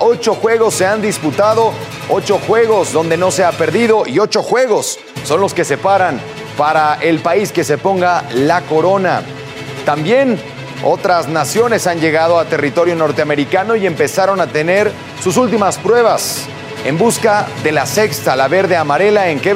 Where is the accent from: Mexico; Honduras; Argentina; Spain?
Mexico; nosotros, como mexicanos, como anfitriones, estamos recibiendo a las distintas naciones